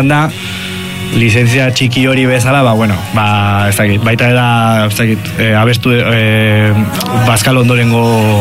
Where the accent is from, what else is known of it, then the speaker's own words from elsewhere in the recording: Pamplona, Navarre, Spain; Orduan ni ja herri hortatik kanpo nago eta Iruñan bizi izan, osea, bizi izan naiz eta jaio naiz